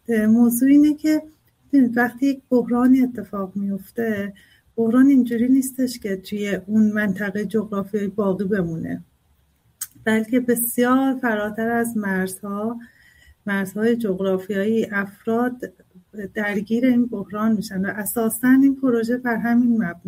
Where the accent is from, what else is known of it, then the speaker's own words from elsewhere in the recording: Iran; من نه فقط به عنوان یک ایرانی